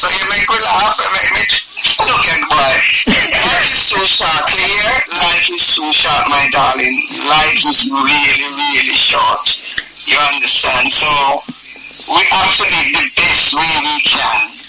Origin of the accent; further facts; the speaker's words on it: Saint Ann, Jamaica; Whenever I go to Jamaica, I go to St. Anne, where I come from.